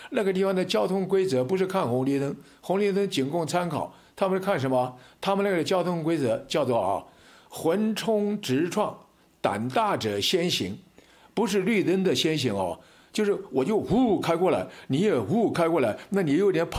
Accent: China; 我们中国现在是伟大的国家，泱泱大国，为什么要做出这样不文明野蛮人的事情呢？我们外国人，现在我们中国人到国外去旅行啊

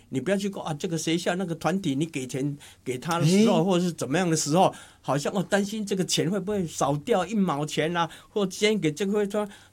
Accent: Taiwan; 尤其我们台湾人都很喜欢做大量

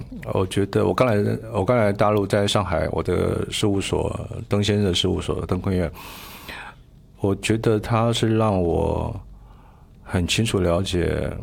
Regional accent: Taiwan; moved away; 不会因为是我来自台湾

